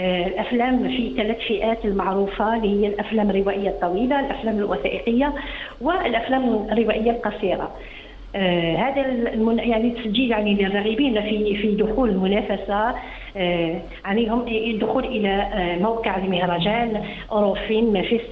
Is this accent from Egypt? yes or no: no; Algeria; أنا الآن من الجزائر، نتكلم مع إخوتي التونسيين على الإذاعة الوطنية.